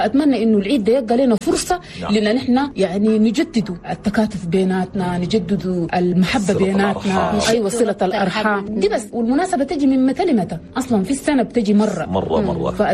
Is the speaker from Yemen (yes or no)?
no; Chad; عندنا الكرم، ما ممكن تضبح إنت وجارك ما ضابح تخلي، وده شيء جانب جميل جدا ومن ميزاتنا نحن كتشاديين